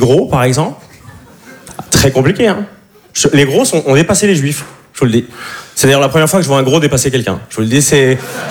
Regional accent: Switzerland; now in Paris, France; Comme il a dit, je suis suisse, ça fait 2 ans que j'habite à Paris.

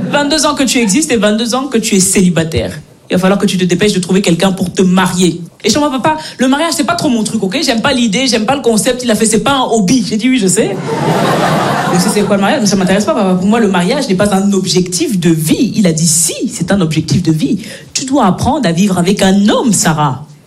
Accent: Belgium; Moi je suis née et j'ai grandi en Belgique. Mes parents sont nés, ils ont grandi au Cameroun.

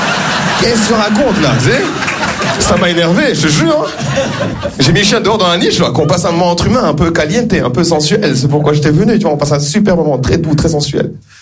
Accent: Rwanda; Mais c'est vrai, non, je suis un Rwandais souriant et optimiste. Il y a pas beaucoup de Rwandais optimistes aujourd'hui, hein.

